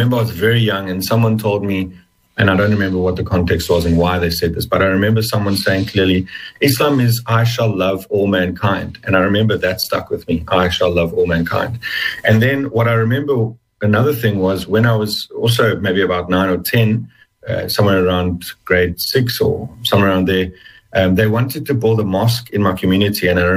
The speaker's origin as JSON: {"language": "English", "country": "South Africa", "tie": "born or raised there", "said": "growing up in South Africa, very conscious that I was Afrikaans, very conscious that I was a white Afrikaans guy"}